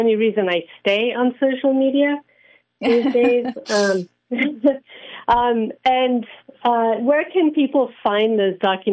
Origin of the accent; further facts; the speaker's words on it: Abruzzo, Italy; moved away; I'm from Italy and I come from the Abruzzo National Park region